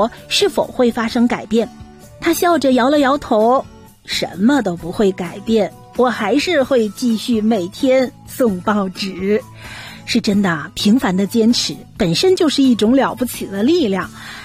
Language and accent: Chinese; Canada; 虽说咱们加拿大没有能够上榜，但是榜单中的多个国家正成为咱们加拿大人换个地方过日子的热门选择。